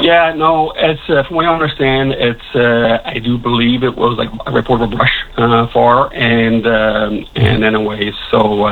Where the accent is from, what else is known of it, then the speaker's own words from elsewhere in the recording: Gander, Newfoundland and Labrador, Canada; I come from Wait and Gander, actually hosted a lot of the water bomber pilots last summer